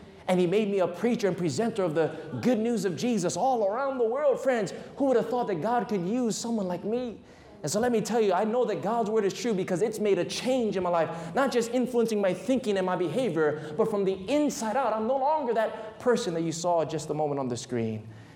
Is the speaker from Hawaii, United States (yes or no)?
yes; Waianae, Hawaii, United States; growing up in Waianae on the island of Oahu